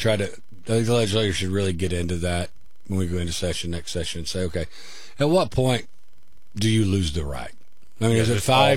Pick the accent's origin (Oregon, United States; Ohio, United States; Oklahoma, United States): Oklahoma, United States; Norman; growing up in Norman, I think they had like 5 cabs.